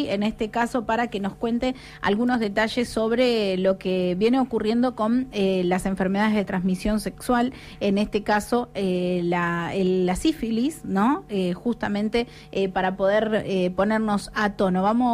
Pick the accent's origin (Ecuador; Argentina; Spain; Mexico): Argentina; Los argentinos somos así